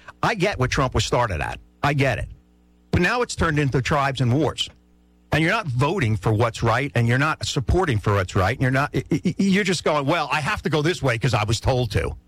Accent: New York, United States; also born or lived in Florence, South Carolina; now in Myrtle Beach, United States; I was born and raised in New York

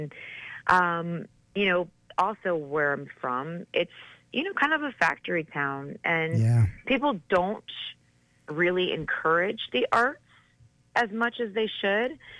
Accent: Michigan, United States; I grew up again in Michigan

